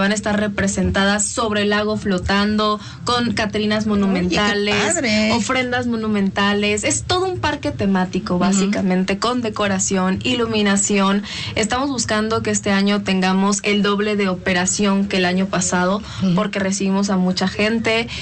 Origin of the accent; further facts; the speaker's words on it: Mexico; una de las tradiciones más hermosas que nos representa como mexicanos